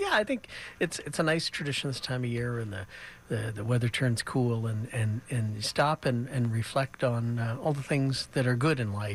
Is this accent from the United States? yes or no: no; Canada; my maple leaf is near my heart at all times. So my gratefulness for being Canadian has never been stronger in my whole life than it is right now.